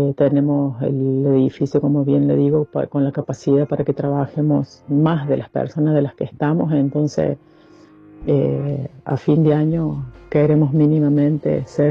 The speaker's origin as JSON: {"language": "Spanish", "country": "Argentina"}